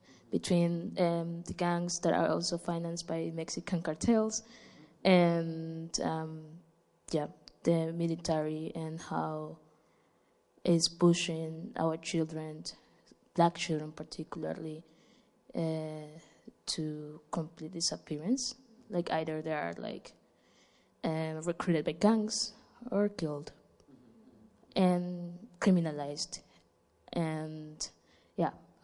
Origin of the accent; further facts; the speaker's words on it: Ecuador; I'm from Ecuador.